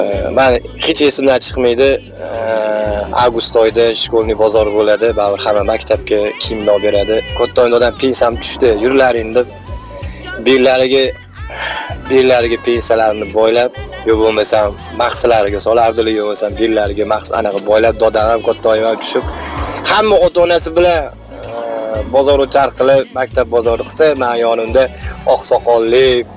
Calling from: Tashkent, Uzbekistan; Toshkentdan … Sebzordan.

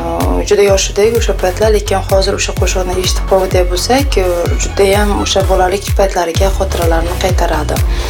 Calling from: Zarafshon, Navoiy Region, Uzbekistan; Har doimgidek Zarafshon shahridan barnoma bo'laman.

